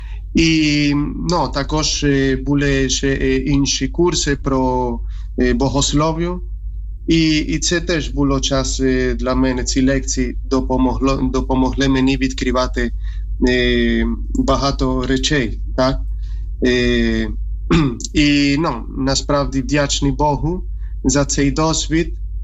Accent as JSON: {"language": "Ukrainian", "country": "Spain", "second_language": "Ukrainian", "moved": "as an adult", "lives_now": "Ukraine", "said": "Я сам з Іспанії, приїхав в Україну в 11-му році в семінарії Redentoris Mater."}